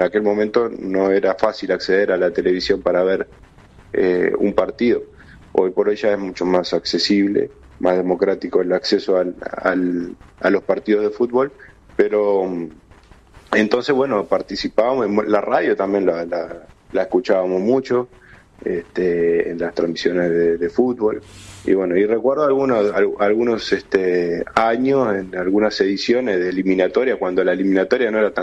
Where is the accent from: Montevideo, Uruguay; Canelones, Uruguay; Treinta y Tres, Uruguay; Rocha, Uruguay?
Montevideo, Uruguay; born there